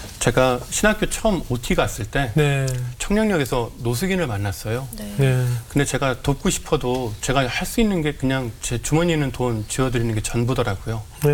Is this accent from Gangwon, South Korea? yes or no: yes; Chuncheon, Gangwon, South Korea; 제가 고향이 강원도 춘천인데 춘천까지 오셔서 교회를 찾아오신 거예요.